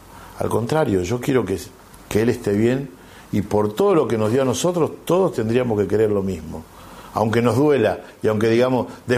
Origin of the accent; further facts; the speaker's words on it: Argentina; Porque somos argentinos. Y porque estamos orgullosos.